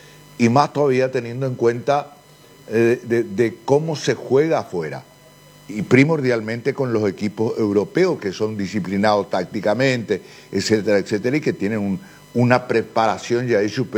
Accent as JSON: {"language": "Spanish", "country": "Paraguay", "said": "como paraguayo pues siempre queremos lo mejor para nuestra selección"}